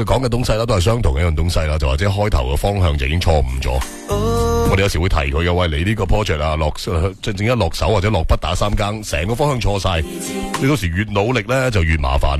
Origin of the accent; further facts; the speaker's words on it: Guangdong, China; 或者我哋系广府人啦，亦都有唔少嘅长辈啦，包括我自己在内啦。